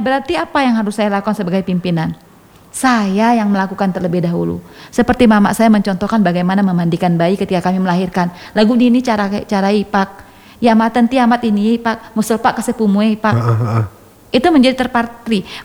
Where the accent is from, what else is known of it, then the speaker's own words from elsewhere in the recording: Aceh, Indonesia; kalau kita orang Gayo itu rata-rata bisa lah.